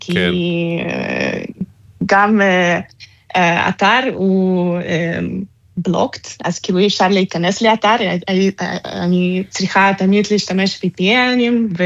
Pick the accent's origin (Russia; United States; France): Russia; also born or lived in Israel; now in Nuremberg, Germany